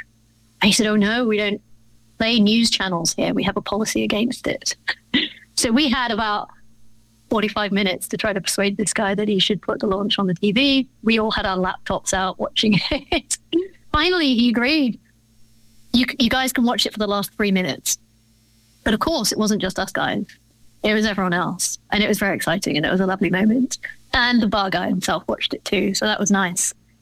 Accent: England, United Kingdom; And I've instituted this norm that as English people do and also as philosophers do, after the philosophy session, we go to the pub to talk about philosophy.

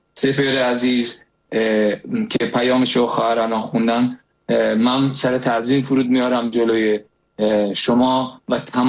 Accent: Iran; moved away as an adult; چون من خودم در سن 24 سالگی از ایران اومدم بیرون 22 سال پیش

